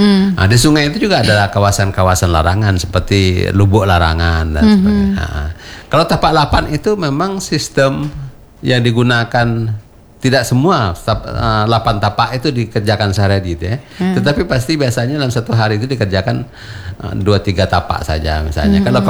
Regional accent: Batu Rijal, Riau, Indonesia; di kampung saya di Batu Rijal

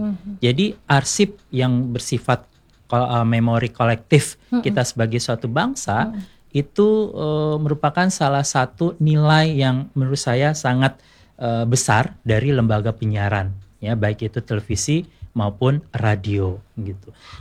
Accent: Aceh, Indonesia; membawa identitas kita sebagai suatu bangsa gitu ya, sebagai orang Aceh ya khususnya misalnya.

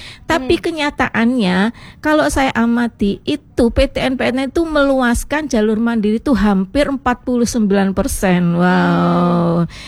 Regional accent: Surabaya, East Java, Indonesia; saya orang Surabaya juga ya.

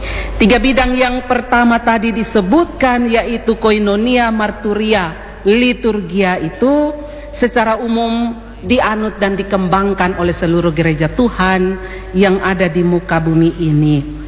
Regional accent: Kupang, East Nusa Tenggara, Indonesia; born there; orang Sabu yang lahir di Kupang. Tapi bersyukur Tuhan kasih kesempatan belajar bahasa Sabu, jadi bisa-bisa sedikit juga.

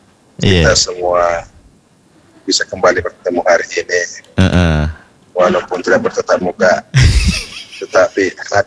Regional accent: South Sulawesi, Indonesia; kita orang Bugis

